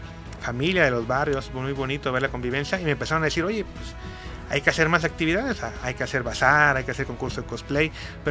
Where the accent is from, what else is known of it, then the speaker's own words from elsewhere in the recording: Acapulco, Guerrero, Mexico; nuestra ciudad